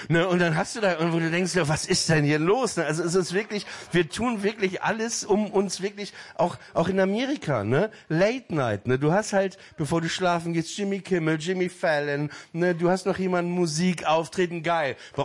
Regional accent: Germany; Da habe ich gesagt, okay, I'm half German, I'm half Russian and I'm Jewish.

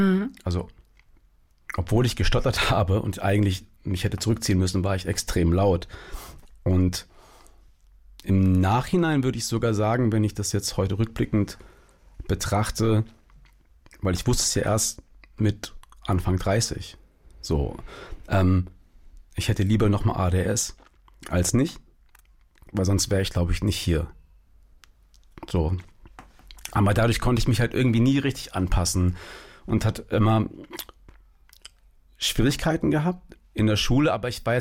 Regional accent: Siegen, North Rhine-Westphalia, Germany; born there; also born or lived in Giessen; Genau, also ich bin in Siegen geboren, meine große Schwester zum Beispiel noch in Würzburg.

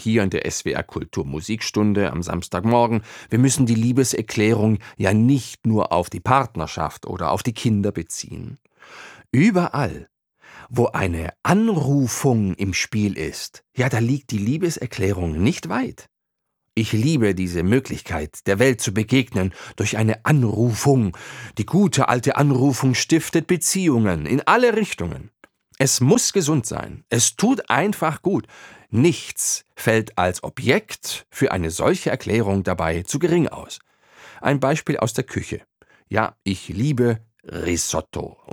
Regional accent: Stuttgart, Baden-Württemberg, Germany; Ich als Stuttgarter

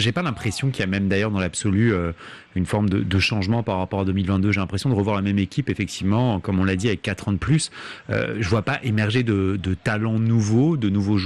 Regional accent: France; même en tant que Français

